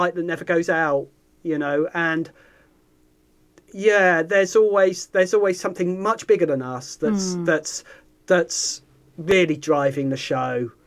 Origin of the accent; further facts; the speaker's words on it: Southampton, South East England, United Kingdom; I come from Southampton